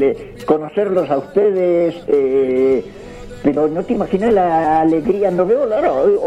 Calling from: Colonia Dora, Santiago del Estero, Argentina; que esto, que el otro, de Colonia Dora

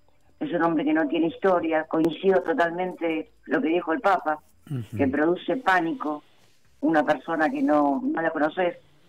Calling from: Buenos Aires, Argentina; de Villa Urquiza.

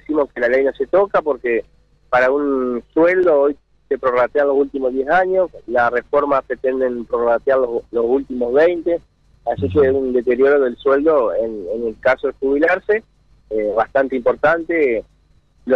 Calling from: Villaguay, Entre Ríos, Argentina; Nosotros vinimos hoy 12 de Villaguay.

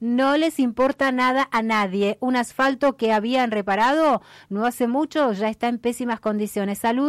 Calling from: El Bolsón, Río Negro, Argentina; del Bolsón. Acá mucho frío.

